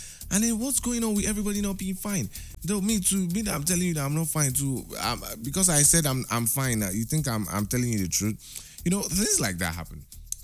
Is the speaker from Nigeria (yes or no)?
yes; Nigeria; as a Nigerian